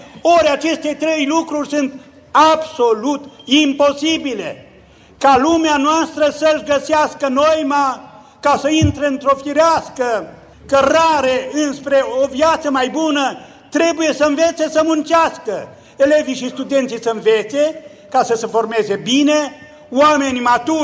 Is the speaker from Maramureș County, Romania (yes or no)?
yes; Maramureș County, Romania; moved away; din satul meu natal, din Oarta